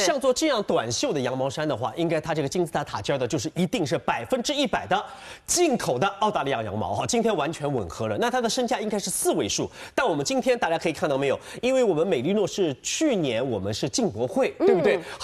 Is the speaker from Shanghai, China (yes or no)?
yes; Shanghai, China; 我们上海人喜欢叫它是驼色